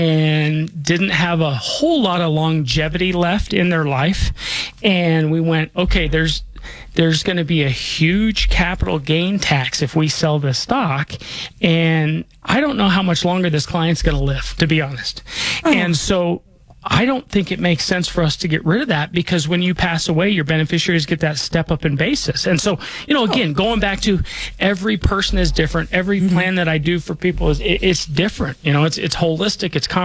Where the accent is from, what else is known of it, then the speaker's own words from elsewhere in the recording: Denver, Colorado, United States; I was born and raised here in Denver.